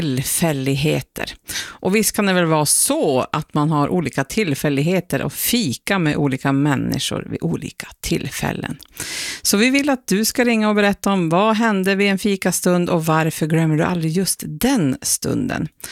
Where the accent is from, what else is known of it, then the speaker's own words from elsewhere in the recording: Norrbotten County, Sweden; accent: Pite dialect; first language Pite dialect; Det där är ju mitt modersmål, så att du ska kunna prata mycket pitemål som helst med mig.